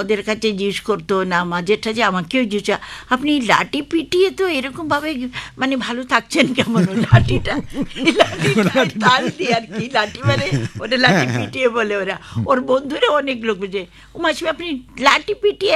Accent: Manjeri, Kerala, India; born there; moved away; আমার কেরালায়, কেরালা মাঞ্জেরি বলে ডিস্ট্রিক্ট।

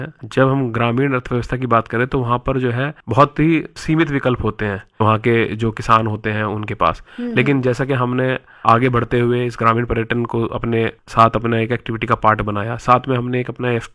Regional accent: Hapur district, Uttar Pradesh, India

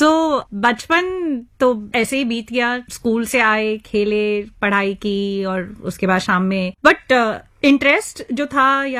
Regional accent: Delhi, India; मैं दिल्ली में ही पली बड़ी, सरोजनी नगर में ही पैदा हुई, आंख खुली, मेरी शादी भी वहीं से हुई

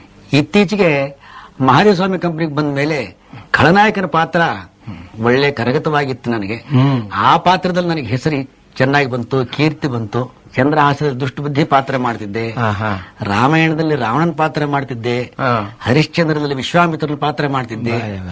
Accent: Hanumasagar, Karnataka, India; born there

